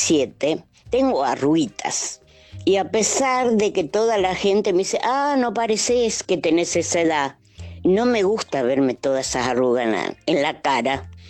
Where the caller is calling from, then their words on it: Luján, Buenos Aires Province, Argentina; de Luján.